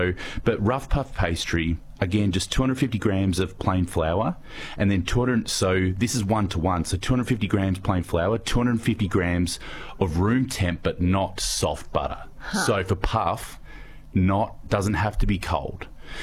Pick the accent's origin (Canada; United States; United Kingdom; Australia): Australia; Adelaide, South Australia; And I grew up in Adelaide, and I've still got this memory. I lived down in a road called Candy Road